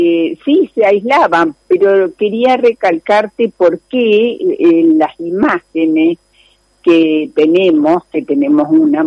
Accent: Santa Fe, Argentina; Vos sabés que los únicos que escribimos santafesino con C somos nosotros.

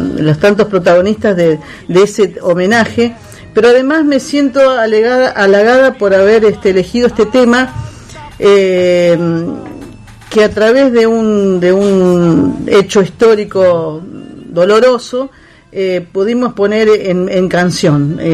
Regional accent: Santa Fe, Argentina; pero somos de Santa Fe.

